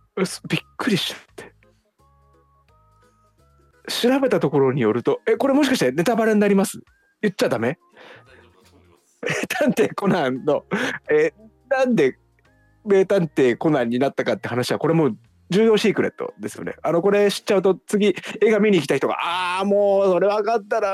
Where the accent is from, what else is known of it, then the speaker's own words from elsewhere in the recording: Tokyo, Japan; 東京の池袋、まあ、僕が生まれ育った町ですね